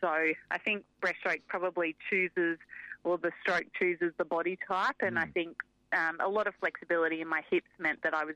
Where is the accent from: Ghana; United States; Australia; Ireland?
Australia; Katherine, Northern Territory; born there; So I was born in an Aboriginal community in Katherine, and my parents actually lived in Wave Hill, which was even further out from Katherine.